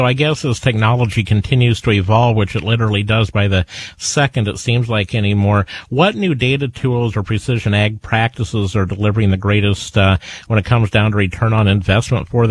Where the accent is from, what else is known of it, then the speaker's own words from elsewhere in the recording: Sac City, Iowa, United States; growing up in Sac City